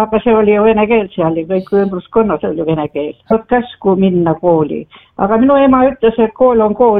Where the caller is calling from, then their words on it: Jõhvi, Ida-Viru County, Estonia; Tere, mina olen Jõhvist.